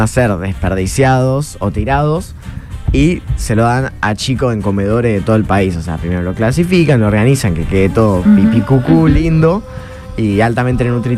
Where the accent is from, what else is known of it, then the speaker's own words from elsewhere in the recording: Rosario, Santa Fe, Argentina; Y terminamos, como buen rosarino, en el Monumento a la Bandera